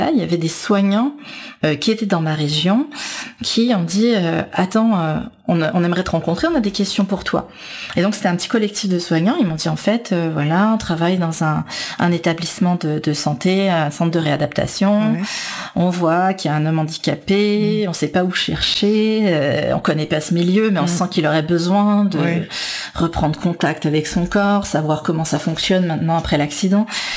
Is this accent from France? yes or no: no; Canada; on se sent moins vulnérable, je crois, quand on est canadienne, quand on n'a plus de 18 ans